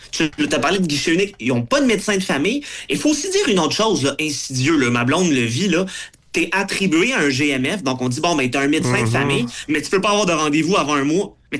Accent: Quebec, Canada; Et c'est nous, en tant que Québécois, qui pourrions gagner.

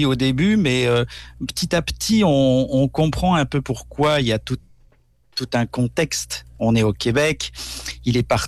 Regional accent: France; born there; moved away; je suis français d'origine, donc j'ai pas mal baigné là-dedans plutôt.

